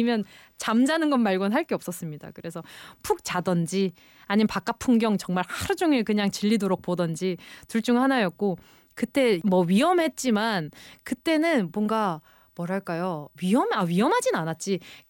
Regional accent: Busan, South Korea; moved away; 아니 고향이 부산이면 다 북항이 북항이 본 거냐고 그랬어요.

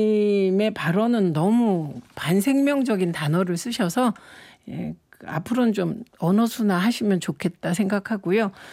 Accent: Gyeongsang, South Korea; 제가 경상도가 고향이라서

